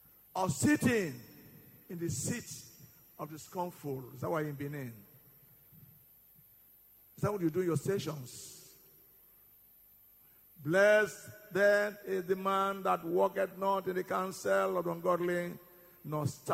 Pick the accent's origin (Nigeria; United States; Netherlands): Nigeria; Benin City, Edo; I was born and brought up in Benin City or in Nigeria